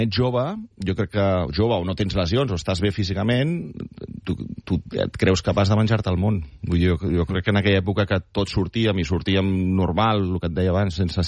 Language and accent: Catalan; Granollers, Catalonia, Spain; sóc de Granollers